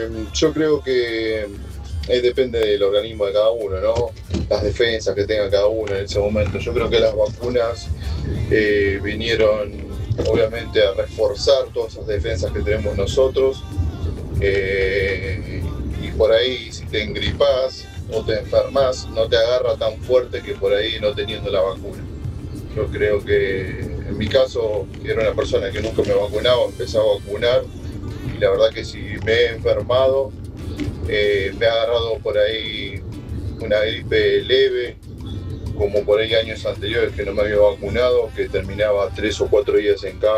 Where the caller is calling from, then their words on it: Buenos Aires, Argentina; de Paternal.